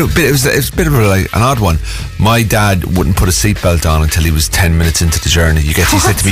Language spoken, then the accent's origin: English; Cork, Munster, Ireland; also born or lived in Mullingar; I was born in Mullingar and moved to Cork when I can't even remember. I am from Cork.